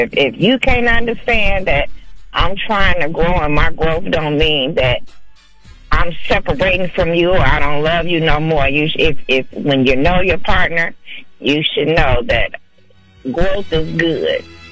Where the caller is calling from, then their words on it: South St. Paul, Minnesota, United States; South St. Paul.